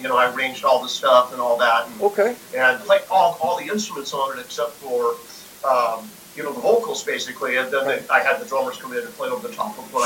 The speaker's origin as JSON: {"language": "English", "town": "Seattle", "region": "Washington", "country": "United States", "said": "I'm from Seattle, but I don't play grunge."}